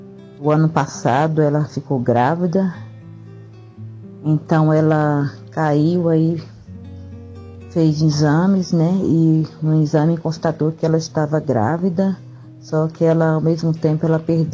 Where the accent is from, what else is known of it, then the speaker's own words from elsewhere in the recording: São Vicente, São Paulo, Brazil; Pai do Senhor Jesus … sou aqui da cidade de São Vicente.